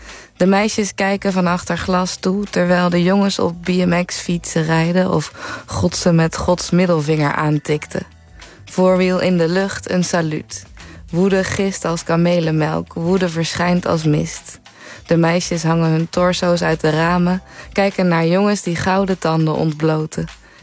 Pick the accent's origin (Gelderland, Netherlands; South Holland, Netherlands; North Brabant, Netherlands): North Brabant, Netherlands; 's-Hertogenbosch; Ik ben dus ook geboren in Den Bosch.